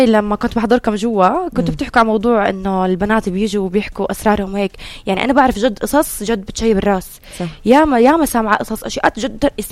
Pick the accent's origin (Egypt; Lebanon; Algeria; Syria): Syria; يعني نحنا سوري يعني نحنا هرموناتنا هي اللي بتسيطر علينا